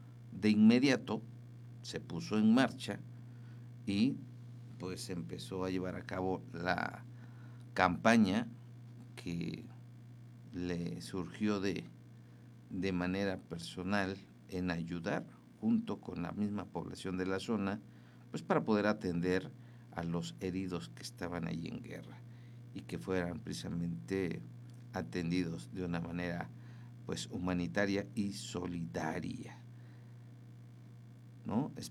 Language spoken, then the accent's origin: Spanish; Mexico; por aquí, por estos rumbos de nosotros como mexicanos